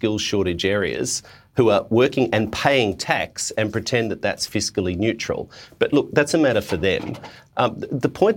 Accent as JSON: {"language": "English", "town": "Melbourne", "region": "Victoria", "country": "Australia", "tie": "born or raised there", "said": "I grew up in Melbourne and I was mayor many years ago of a council which has one of the largest Jewish populations in the country."}